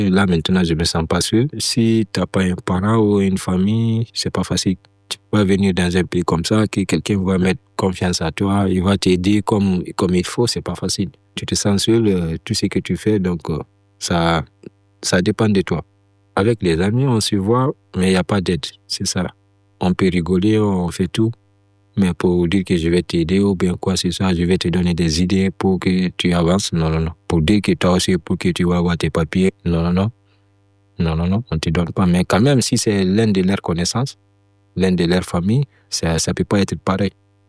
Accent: Guinea; moved away as an adult; now in France; Je viens de la Guinée-Conakry.

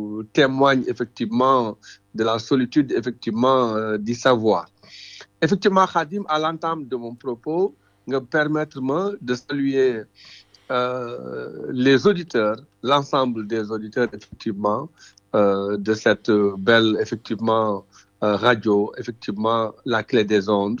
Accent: Tivaouane, Thiès, Senegal; moved away as an adult; now in France; moi je suis né à Tiwawan, okay. Hein, capitale du Tijania.

